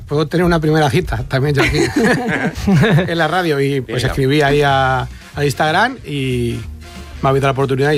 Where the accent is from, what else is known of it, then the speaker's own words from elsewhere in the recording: Aranjuez, Community of Madrid, Spain; accent: Toledo; Pues en mi pueblo, soy de Aranjuez, pero es frontera con Toledo, o sea...